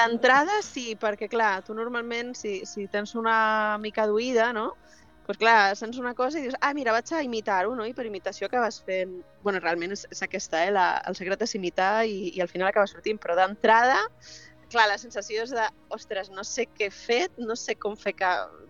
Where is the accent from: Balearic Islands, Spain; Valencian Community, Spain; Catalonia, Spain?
Balearic Islands, Spain; Ibiza; jo soc eivissenca, però no tenia família d'allà